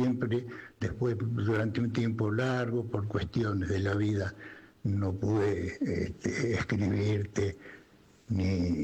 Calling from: Mar del Plata, Buenos Aires Province, Argentina; de Mar del Plata.

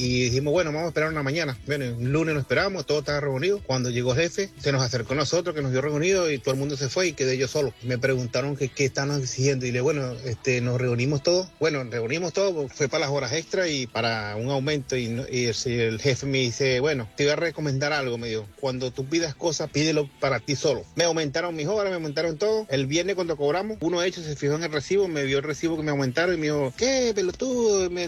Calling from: Venezuela; de Venezuela.

